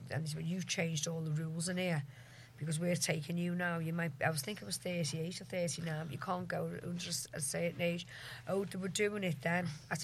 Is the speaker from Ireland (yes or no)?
yes; Ireland; So what happened was when they really wanted me to go, they weren't bothered about me being Irish then.